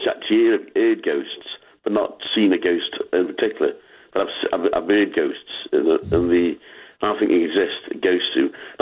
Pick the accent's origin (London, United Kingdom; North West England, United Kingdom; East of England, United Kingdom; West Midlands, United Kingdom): West Midlands, United Kingdom; Staffordshire.